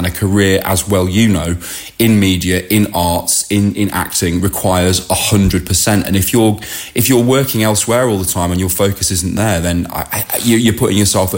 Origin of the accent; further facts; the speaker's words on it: Sutton Coldfield, West Midlands, United Kingdom; born there; I was born in Sutton Coalfield in the Midlands.